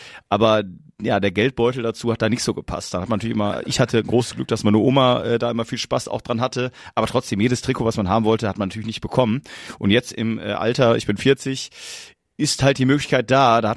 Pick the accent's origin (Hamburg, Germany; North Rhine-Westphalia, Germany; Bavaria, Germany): North Rhine-Westphalia, Germany; also ich komme aus der Nähe von Duisburg